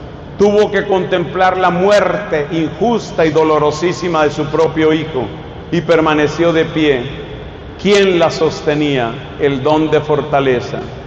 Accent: Colombia; yo soy colombiano, ustedes lo saben

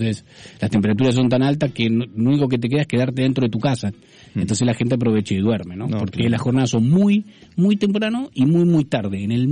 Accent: Argentina; Sí, bueno, claro, nosotros, acá yo pensé que no me iba a acostumbrar, pero sí me he acostumbrado. Pero en Argentina uno se acuesta 10:30

